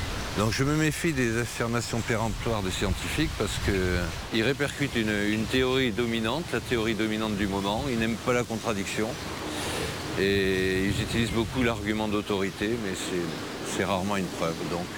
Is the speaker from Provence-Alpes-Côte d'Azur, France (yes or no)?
no; Toulouse, Occitanie, France; je suis originaire de Toulouse, quand on dit « Adieu », c'est comme on dit « Au revoir »